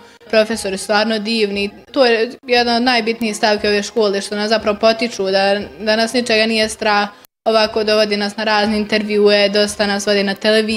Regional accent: Tuzla, Tuzla Canton, Bosnia & Herzegovina; dolazim iz Tuzle, pohađam srednju školu Richmond Park

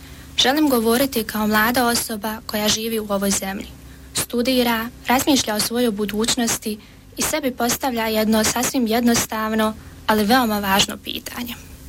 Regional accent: Gračanica, Federation of Bosnia and Herzegovina, Bosnia & Herzegovina; also born or lived in Tuzla; rođena sam 31.12.2001. godine u Tuzli, a dolazim iz Gračanici.

